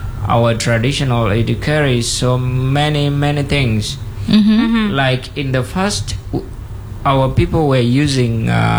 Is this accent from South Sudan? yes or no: yes; South Sudan; moved away